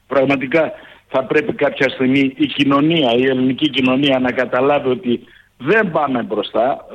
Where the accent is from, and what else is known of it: Greece